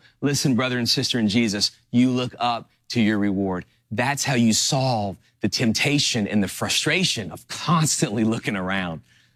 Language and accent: English; New Orleans, Louisiana, United States; also born or lived in Miami; now in Orange County, United States; I grew up in New Orleans and I lived in Miami for 8 years and now I live in Orange County. And so I've lived in coastal cities and grew up in a great city with great seafood.